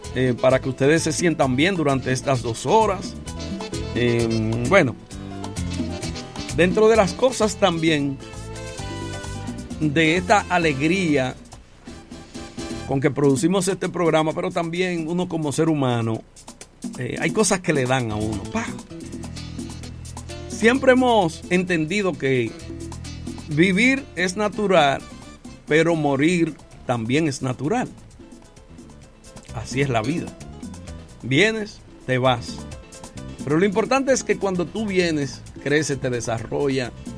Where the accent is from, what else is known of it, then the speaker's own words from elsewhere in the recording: Dominican Republic; now in New York, United States; lo que somos nosotros los dominicanos, una mezcla